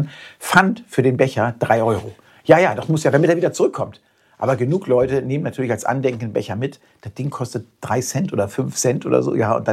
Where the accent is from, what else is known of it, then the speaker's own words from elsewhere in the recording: Berlin, Germany; moved away; Ich als Berliner, ja, lange Jahre in Berlin gewohnt, mehrfach sogar, also einmal als Kind und einmal auch als Erwachsener.